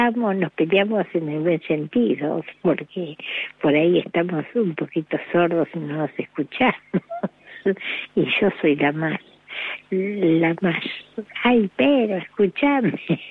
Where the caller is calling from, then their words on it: Mar del Plata, Buenos Aires Province, Argentina; Somos socios del Hospital de la Comunidad, que acá en Mar del Plata es lo mejor que hay, dentro de lo que da jubilados.